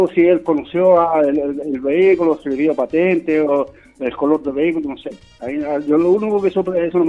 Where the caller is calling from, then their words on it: Rancagua, O'Higgins, Chile; De los Altillos, de Rancagua.